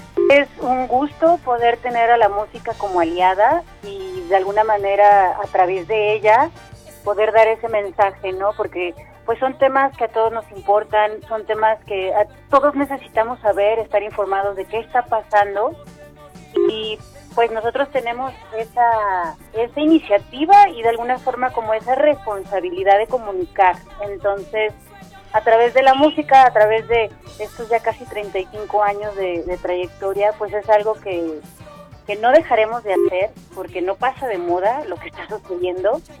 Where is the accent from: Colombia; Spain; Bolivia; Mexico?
Mexico; al final del día somos mexicanos